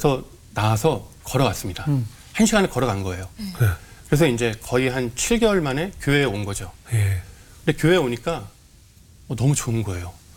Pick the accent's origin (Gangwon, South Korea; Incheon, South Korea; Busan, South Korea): Gangwon, South Korea; Chuncheon; 휴가를 얻어서 춘천 고향집에 잠깐 들어왔습니다.